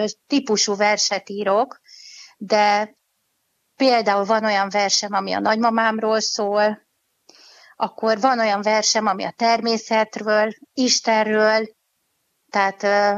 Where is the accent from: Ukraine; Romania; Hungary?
Hungary; Pécs, Baranya; now in Budapest, Hungary; Tehát pécsi születésű vagyok, és egy zenés családba születtem.